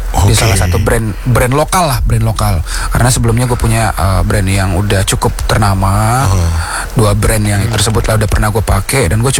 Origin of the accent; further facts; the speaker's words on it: Padang, West Sumatra, Indonesia; born there; Di tanah kelahiranku, Padang.